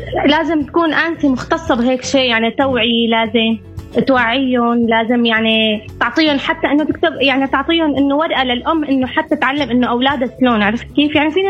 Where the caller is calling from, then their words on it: Homs, Homs Governorate, Syria